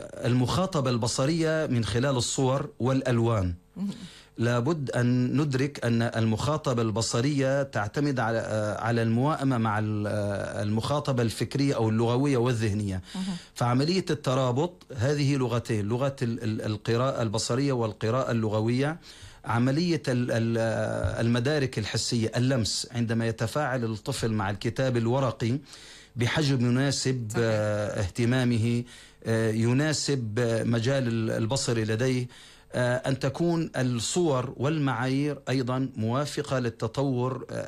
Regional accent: Syria

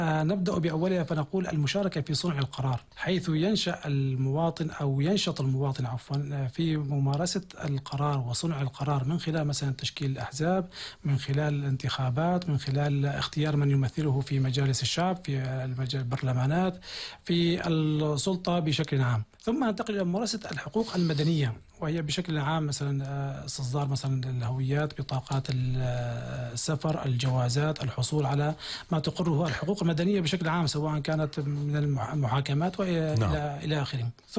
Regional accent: Syria; now in Germany; لكني مواطن سوري. أنا مواطن سوري أحمل الجنسية الألمانية، إذا تكلمنا بمبدأ المواطنة فأنا مواطن سوري تهمني قضايا بلدي.

